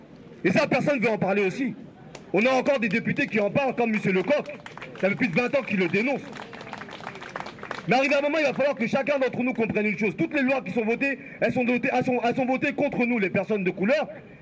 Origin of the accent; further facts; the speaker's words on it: France; nous en tant que citoyens français, nous on est des Français, moi je ne vais pas renier ce côté-là, j'ai une double culture. Et j'en suis fier d'avoir cette double culture.